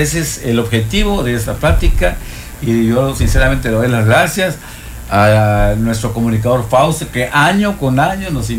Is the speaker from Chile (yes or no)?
no; Guerrero, Mexico; now in Cancún, Mexico; yo de obviamente Guerrero. De, el origen va a ser Guerrero.